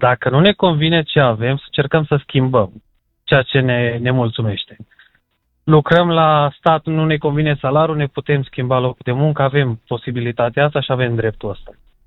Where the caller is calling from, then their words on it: Satu Mare, Satu Mare County, Romania; și sunt de la Satu Mare